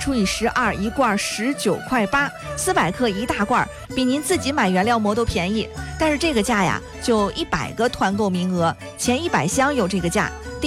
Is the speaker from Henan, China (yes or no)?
yes; Henan, China; 咱们河南老家过去啊都烧地锅拉风箱